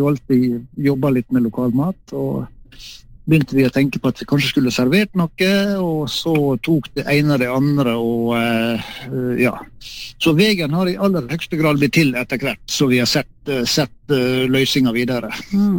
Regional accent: Ålesund, Møre og Romsdal, Norway; moved away as an adult; also born or lived in Sogndal; født og oppvokst oppe i Ålesund, helt i strandkanten på en fjord som heter Borgundfjorden

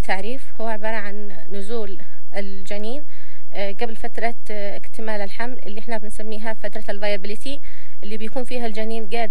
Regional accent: Yemen; اللي احنا عندنا في اليمن

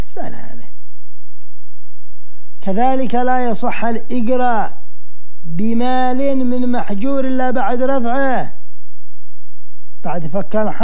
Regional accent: Sanaa, Amanat Al Asimah, Yemen; عندنا في صنعاء

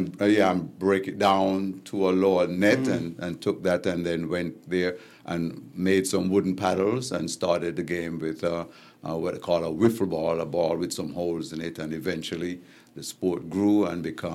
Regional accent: Challengers, St. Kitts & Nevis; moved away; also born or lived in Sandy Point / Basseterre; I am from Challengers Village. As a matter of fact, I went to school in Sandy Point my first several years in my childhood.

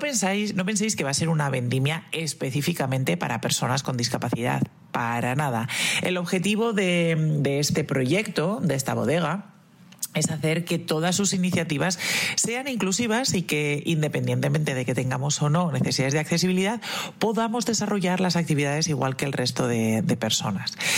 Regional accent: La Rioja, Spain; nosotros somos riojanos

